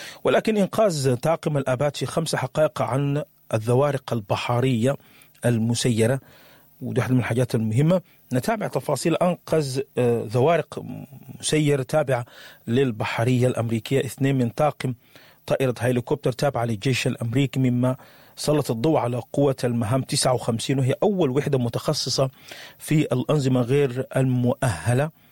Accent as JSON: {"language": "Arabic", "country": "Sudan", "said": "خليني أخذكم كده من الصباح في رحلة صباحية ونبتدي بها من بلدنا السودان."}